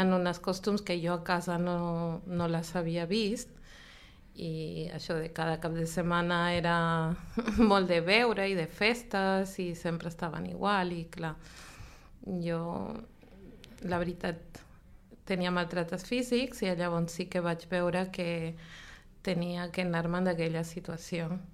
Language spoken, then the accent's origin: Catalan; Lima, Peru; moved away as an adult; now in Catalonia, Spain; jo vaig néixer al Perú, a Lima, però els meus pares són catalans que van emigrar a l'any 64.